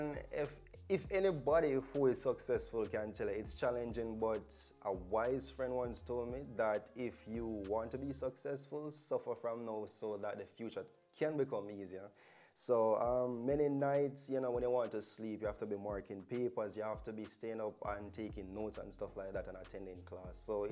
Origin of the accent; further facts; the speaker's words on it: Saint Thomas, Jamaica; now in Kingston, Jamaica; All right, so originally I'm from St. Thomas. I moved from St. Thomas to Kingston and I've been in Kingston ever since.